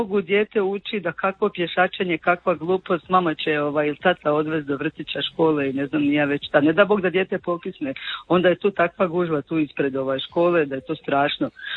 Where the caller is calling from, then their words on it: Drniš, Šibenik-Knin County, Croatia; ja dolazim iz Drniša